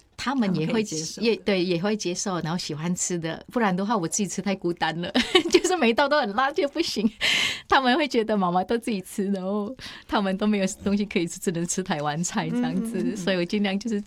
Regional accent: Indonesia; moved away as an adult; now in Taiwan; 我是东南亚长大的小孩

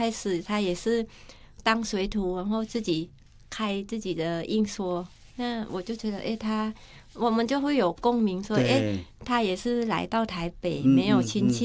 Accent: Thailand; now in Taiwan; 哦，就是因为我公公他也了解我是从泰国过来，他就每次都是鼓励我

